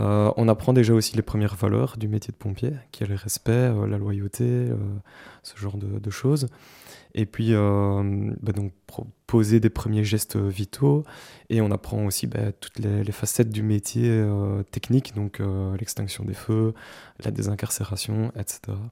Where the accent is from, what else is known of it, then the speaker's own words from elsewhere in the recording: Dinant, Wallonia, Belgium; Alors moi, je proviens de la région de Dinan. Dans un petit village en pleine campagne, du petit village d'Awagne, à proximité donc de Dinan, effectivement.